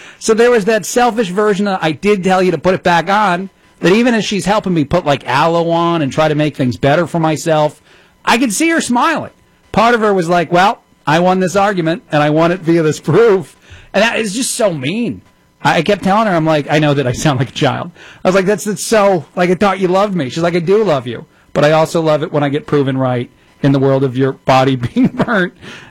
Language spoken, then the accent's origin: English; East Coast, United States; I love get a load of this guy, but I'm from the East Coast. I feel like that's an East Coast thing, not a white guy thing, but who knows.